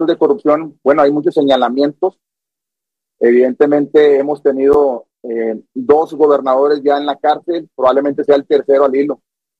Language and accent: Spanish; Nuevo León, Mexico; trabajar por la gente de mi estado